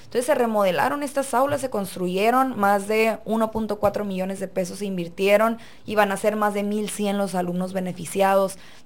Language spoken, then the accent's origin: Spanish; Tijuana, Baja California, Mexico; born there; soy de abuelos y padres nacidos en este municipio, al igual que mi hermano y yo nacimos aquí en Tijuana